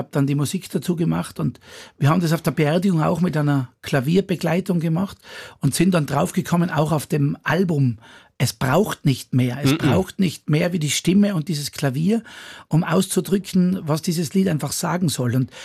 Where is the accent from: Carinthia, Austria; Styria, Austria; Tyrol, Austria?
Tyrol, Austria; Ried im Zillertal; Genau, in meinem Heimatort in Ried.